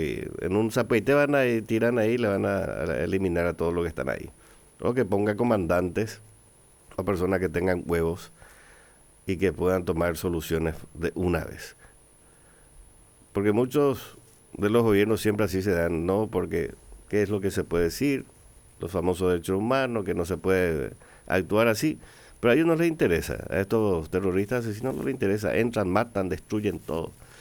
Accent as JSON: {"language": "Spanish", "country": "Paraguay"}